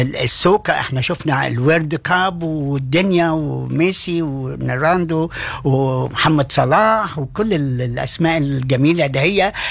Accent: Egypt; فبيكون عندهم اشياء زي مثلا عندنا في مصر مليانه في حاجات كتير جدا

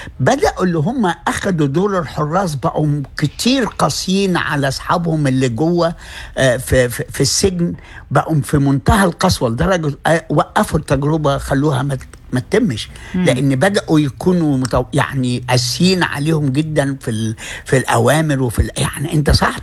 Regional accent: Egypt; عندنا في مصر

